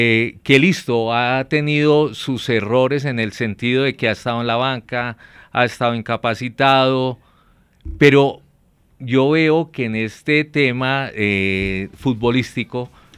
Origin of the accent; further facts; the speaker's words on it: Colombia; lo que somos los colombianos